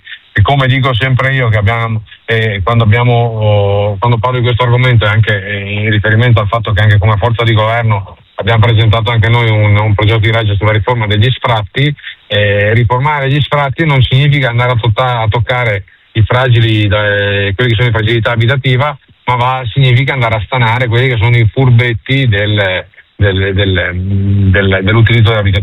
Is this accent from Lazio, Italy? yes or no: no; Padua, Veneto, Italy; Io sono padovano